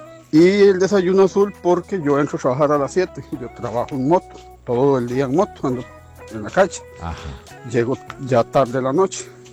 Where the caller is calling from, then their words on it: Parrita, Puntarenas, Costa Rica; Yo soy de Parrito, de la provincia de Punta Arenas.